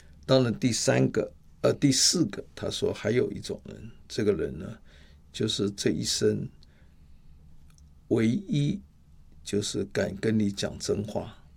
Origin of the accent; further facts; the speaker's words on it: Taiwan; 我们台湾人最会想到那个